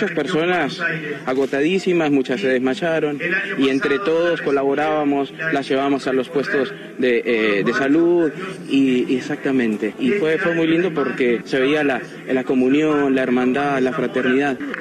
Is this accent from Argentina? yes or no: yes; Merlo, Buenos Aires Province, Argentina; de Merlo. Y vine con la parroquia de Nuestra Señora del Rosario de Pompeyo. Salí de Merlo, sí, a las 8 de la noche.